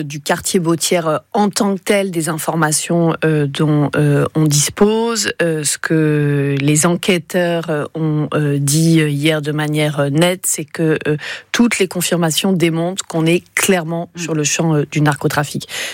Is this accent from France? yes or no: yes; Nantes, Pays de la Loire, France; Vous avez vu la situation chez nous à Nantes